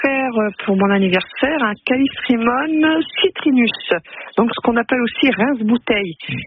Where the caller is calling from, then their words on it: Montsecret, Normandy, France; Non, je suis à Montsecret